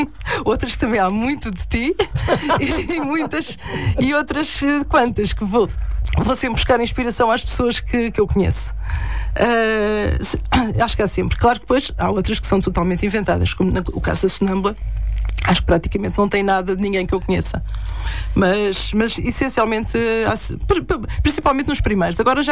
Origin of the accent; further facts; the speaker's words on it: Loures, Lisbon, Portugal; eu sou de Louros, continuo a gostar muito de Louros.